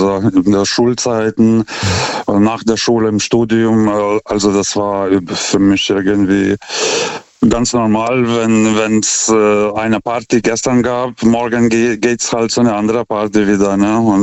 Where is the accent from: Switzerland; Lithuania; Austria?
Lithuania; now in Germany